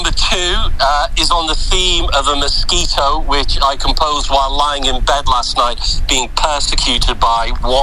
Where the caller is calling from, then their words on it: Occitania, France; In fact, this week I'm calling from France, Emmeline.